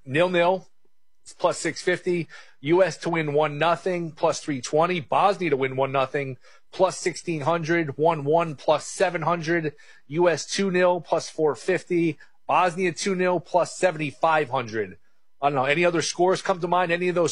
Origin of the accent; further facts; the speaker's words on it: United States; I'm an American rooting for the U.S.